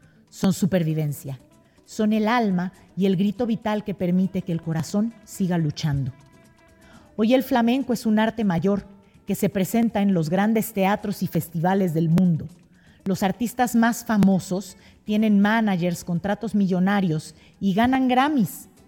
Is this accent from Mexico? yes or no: yes; Mexico City, Mexico; Adrián y yo somos de la Ciudad de México.